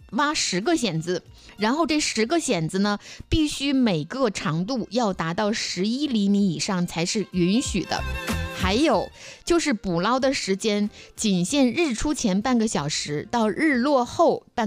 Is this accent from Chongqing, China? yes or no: no; Dalian, Liaoning, China; 我是大连人啊